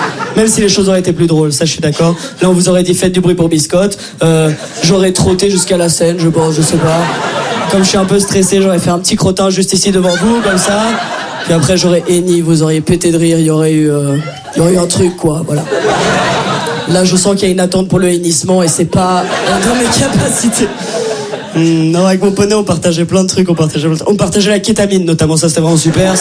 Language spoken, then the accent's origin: French; Brussels, Belgium; accent: Brussels